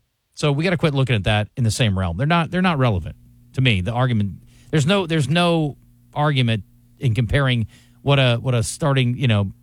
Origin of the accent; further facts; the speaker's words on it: Des Moines, Iowa, United States; Drake was in Des Moines. I grew up in Des Moines. I rooted for Drake.